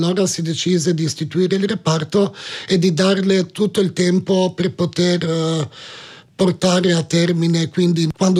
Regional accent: Koper, Coastal–Karst, Slovenia; anche se non sono italiano, voglio dire, comunque uno che vive a Capodistria

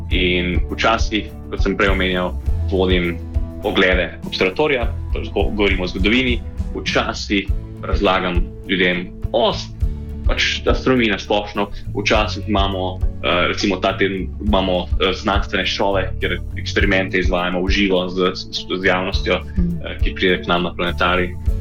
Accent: Central Slovenia, Slovenia; moved away; Okolica Ljubljane, bom rekel, mal smo razprašeni, ampak smo v okolici Ljubljane. Vračam se manj pogosto, kot bi si želel, ampak nekajkrat.

